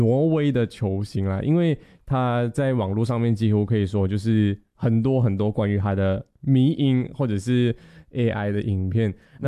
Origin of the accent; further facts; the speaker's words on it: Malaysia; 其实我自己作为马来西亚人哦，我在马来西亚我最常看的比赛